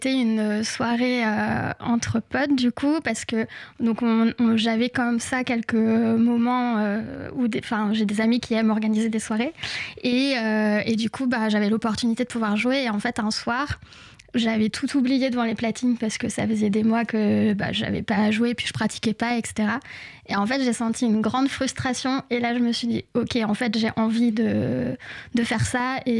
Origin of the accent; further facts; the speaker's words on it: Tours, Centre-Val de Loire, France; moved away as an adult; now in Paris, France; je viens de Tours, donc les boîtes, c'était les boîtes de province